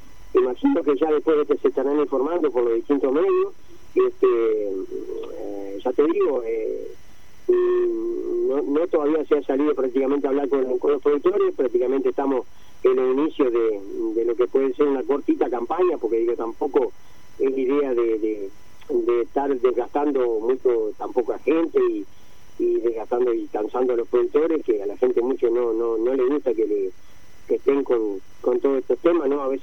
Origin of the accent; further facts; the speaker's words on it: Uruguay; desde chico de la escuela, que lo mejor que tenemos es el puerto